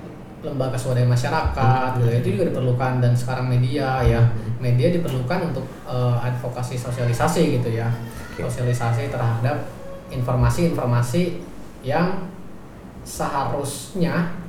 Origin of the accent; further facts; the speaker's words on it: West Java, Indonesia; Jadi kalau bahasa Sundanya, karena kita Sunda banget ya gitu ya